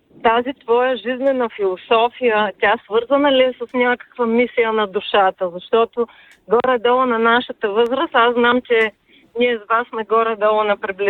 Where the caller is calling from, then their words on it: Gabrovo, Gabrovo Province, Bulgaria; съм от Габрово.